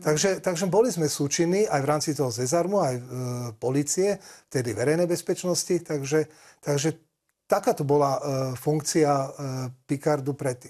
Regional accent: Senec, Bratislava Region, Slovakia; Nakoľko my sme vyrastali na Slnečných jazerách a potreba potapačov bola počas letnej turistickej sezóny a zabezpečenie vodnej záchrannej služby nutná

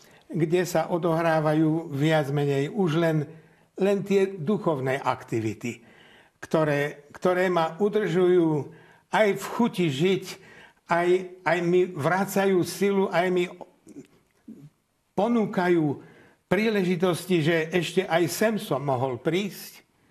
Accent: Banská Bystrica Region, Slovakia; kde som sa v mojom rodisku, kde som ja žil, kde som chodil, to je na rozhraní Veľkej Fatry a Kremnických vrchov v údolí nedaleko Banskej Bystrice, je moja rodná obec. Tam som vyrástol

